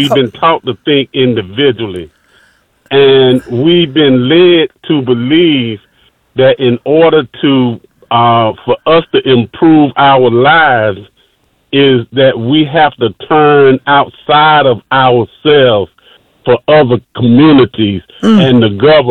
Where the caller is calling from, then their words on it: Florida, United States; I'm from Florida.